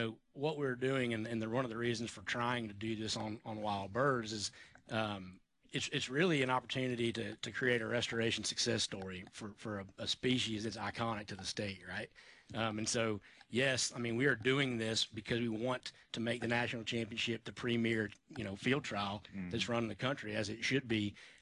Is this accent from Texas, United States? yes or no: no; Germantown, Tennessee, United States; moved away; also born or lived in Florida; I'm from West Tennessee, but I've been with Tall Timbers for about 10 years, lived in Florida, and now happy to say that we've moved home.